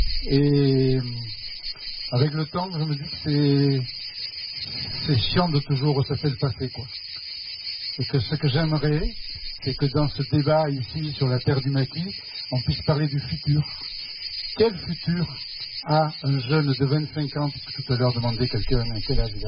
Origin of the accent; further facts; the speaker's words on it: Spain; now in Aveyron, France; Et moi, je viens d'Espagne.